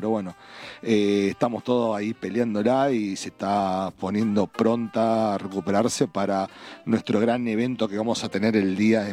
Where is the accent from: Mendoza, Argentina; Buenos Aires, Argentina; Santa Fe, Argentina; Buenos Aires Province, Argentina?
Santa Fe, Argentina; Casilda; en el sur de la provincia de Santa Fe, más precisamente en Casilda, ahí cerquita de Rosario, en mi ciudad natal, unos 50 kilómetros aproximadamente de Rosario.